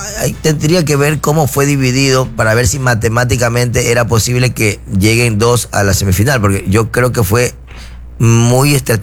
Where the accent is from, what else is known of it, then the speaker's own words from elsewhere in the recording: Ecuador; yo soy ecuatoriano